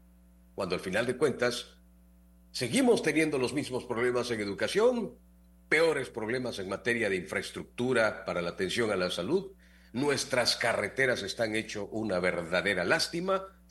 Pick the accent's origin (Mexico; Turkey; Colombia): Mexico; todas las aspiraciones que tenemos como mexicanos?